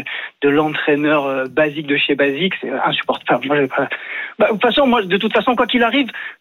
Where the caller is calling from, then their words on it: Marseille, Provence-Alpes-Côte d'Azur, France; Je vis à Marseille